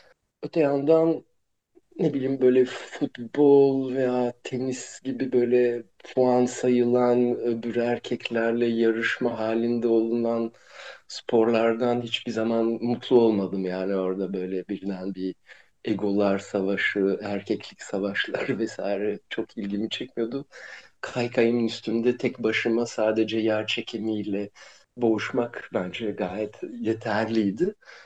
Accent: Ankara, Turkey; also born or lived in Brussels, Belgium; now in Istanbul, Turkey; Evet, ben Brüksel'de doğdum, sonra 5 yaşımda Ankara'ya taşındım

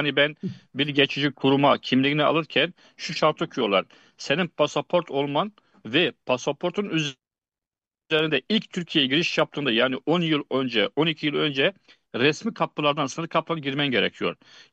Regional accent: Syria; Patrona diyorum ki ben Suriyeliyim. Bana çalışma izni çıkart.

